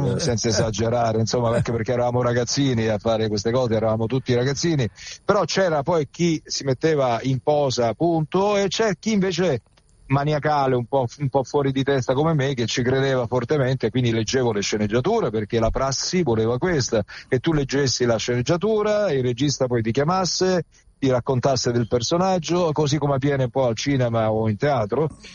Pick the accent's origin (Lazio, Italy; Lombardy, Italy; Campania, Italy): Campania, Italy; Naples; accent: Neapolitan; also born or lived in Castellammare di Stabia; io sono nato a Château-sur-la-Mer, a Castellammare di Stabia.